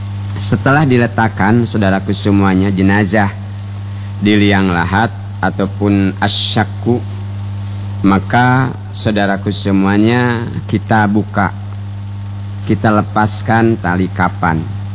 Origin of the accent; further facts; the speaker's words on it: Bangka Belitung Islands, Indonesia; Semak, kata kita orang Bangka, tumbuh ilalang, tumbuh pohon, tidak pernah terawat.